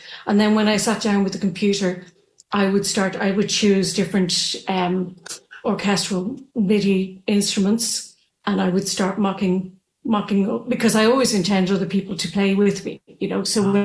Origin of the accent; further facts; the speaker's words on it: Dublin, Leinster, Ireland; now in Maynooth, Ireland; Well, I'm from Dublin. I grew up in suburbia, Dublin suburbia, near the sea. I could actually see the sea from my house. And I now live in Maynooth, which is a few miles further away.